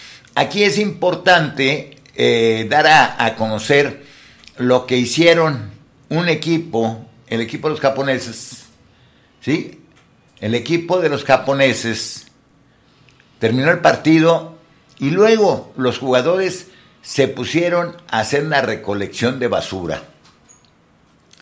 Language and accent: Spanish; Mexico; nosotros, en buen plan, como mexicanos